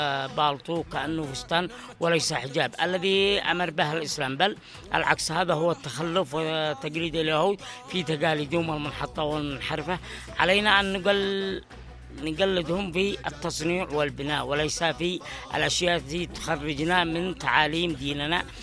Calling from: Tihama, Yemen; إحنا بنات تهامة لا نلبس سيء مثل ما يلبسين، نحمد الله عنا بنات عارفين القرآن الكريم ونتبع فاطمة الزهراء عليها السلام، … من تهامة، تهامة العباء،

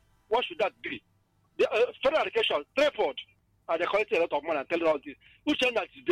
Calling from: Anambra, Nigeria; I'm calling for Obunka in Anambra State.

